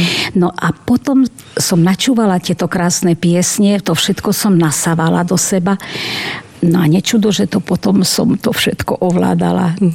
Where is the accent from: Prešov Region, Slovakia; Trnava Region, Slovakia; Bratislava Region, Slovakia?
Prešov Region, Slovakia; Ďačov; Narodila som sa v dedinke v Ďačove pri Lipanoch rodičom … Mám 4 bratov a 1 sestru.